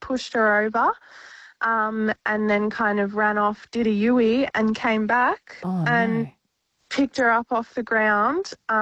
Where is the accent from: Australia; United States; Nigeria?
Australia; Victoria; but we'd already seen it and we've never seen one. We're from Victoria.